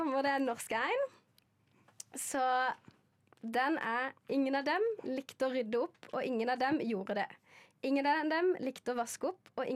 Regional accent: Southern Norway, Norway; jeg er sørlending og ikke, jeg snakker ikke dansk

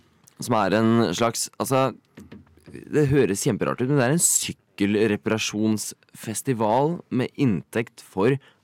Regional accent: Oslo, Norway; jeg er fra Oslo.

